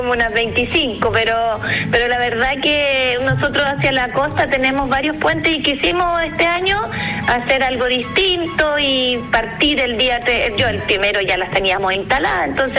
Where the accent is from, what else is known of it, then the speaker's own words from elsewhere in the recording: Chile; el corazón se inflama como chileno también, claro.